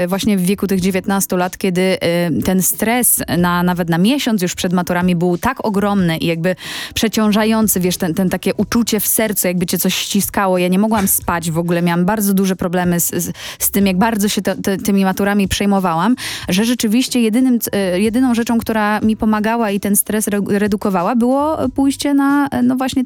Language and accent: Polish; Skawina, Lesser Poland, Poland; also born or lived in Kraków; Moim miastem jest Skawina, moja miejscowość, z której pochodzę, w której się urodziłam się tak naprawdę w Krakowie, ale to jest bardzo, bardzo bliziutko